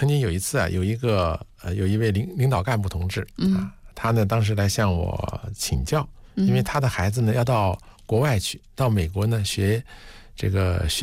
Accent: China

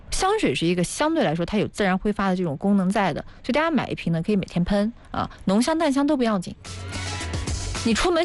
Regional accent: northern China, China; now in Hefei, China; 因为我是北方人嘛，北方人他就是我就是后来慢慢发现，哎，好像合肥的牛肉面馆很多

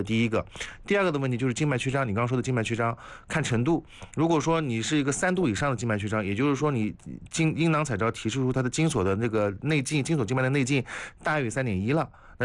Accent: China; 我们中国人

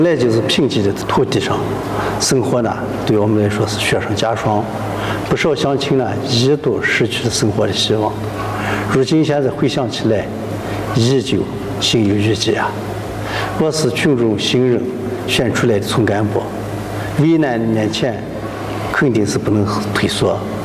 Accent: China; 我是土生土长在腰站村的人，我呢最懂我们这片戈壁土地上的这个贫瘠

